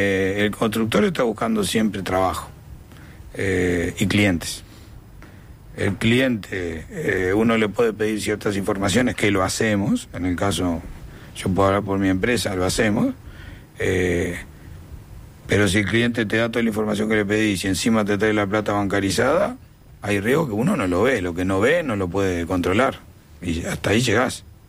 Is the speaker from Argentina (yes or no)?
no; Uruguay; Como empresario uruguayo te digo eso.